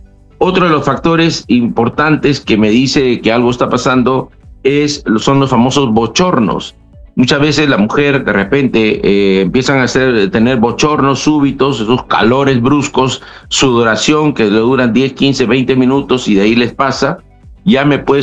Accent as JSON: {"language": "Spanish", "town": "Trujillo", "region": "La Libertad", "country": "Peru", "tie": "born or raised there", "said": "yo soy de Trujillo, con mi padre íbamos a Huanchaco, a Salaverry, al muelle, y yo aprendí a pescar del muelle"}